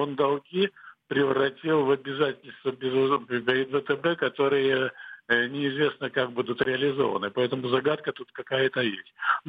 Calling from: Vladivostok, Primorsky Krai, Russia; Я звоню вам из Владивостока.

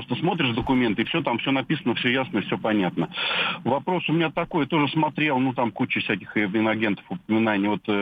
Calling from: Moscow, Russia; из Москвы.

